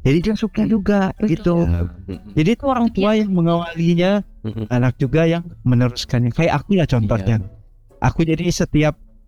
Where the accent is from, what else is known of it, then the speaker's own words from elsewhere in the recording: West Kalimantan, Indonesia; Kan karena kami hidup di perbatasan ya. Kalau aku di kampung Sontas, suku Dayak Bidayu